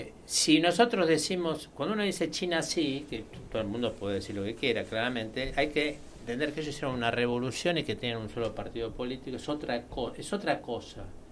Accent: Argentina; Yo soy argentino

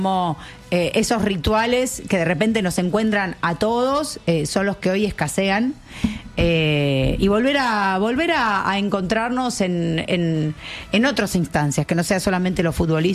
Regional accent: Argentina

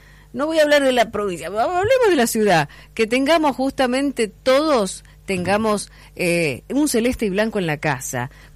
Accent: Chile; now in Argentina; Soy chileno, pero 52 años acá

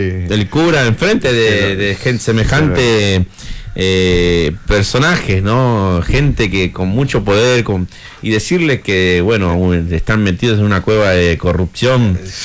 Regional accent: Argentina; Yo, como argentino, como ciudadano argentino

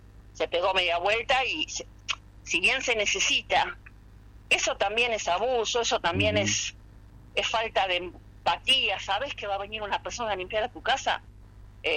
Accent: Argentina; en la Argentina venimos después de Uruguay

